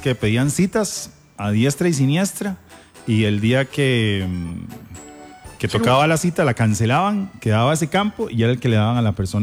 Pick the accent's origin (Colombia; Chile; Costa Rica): Costa Rica